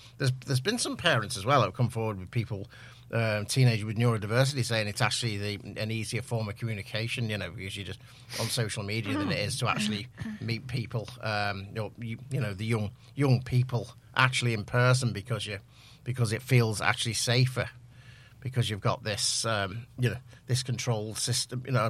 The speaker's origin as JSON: {"language": "English", "region": "South East England", "country": "United Kingdom", "said": "I'm 49. I'm from Oxfordshire"}